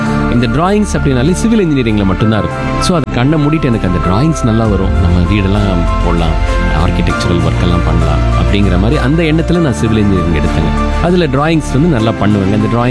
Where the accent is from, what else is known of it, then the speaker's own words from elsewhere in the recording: Salem, Tamil Nadu, India; சேலம் தான் என்னுடைய சொந்த ஊர். நான் இங்கே தான் பிறந்தேன், இங்கே தான் வளர்ந்தேன், இங்கே தான் படித்தேன்.